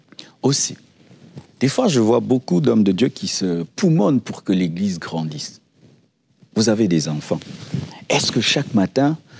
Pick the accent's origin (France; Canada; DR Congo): DR Congo; Kinshasa; Comme j'ai grandi à Lemba, je voulais implanter une église à Lemba parce que j'étais connu à Lemba, j'avais des amis à Lemba et on m'a trouvé une parcelle à Lemba. Lemba, c'est une commune de Kinshasa.